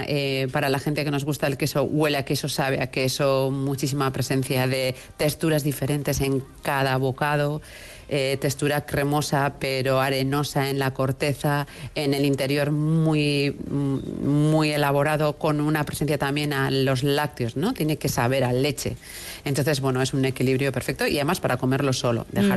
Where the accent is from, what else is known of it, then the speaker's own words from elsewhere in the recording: Basque Country, Spain; Nosotros, como vascos que tenemos la capacidad de identificar estos paisajes